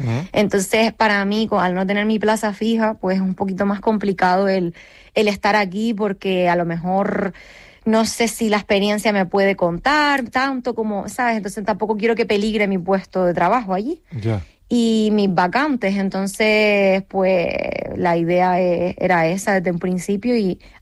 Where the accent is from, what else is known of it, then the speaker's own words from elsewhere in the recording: Canary Islands, Spain; moved away as an adult; now in Taos, United States; a pesar de que echo de menos mi tierra y que siento ese arraigo con mi tierra canaria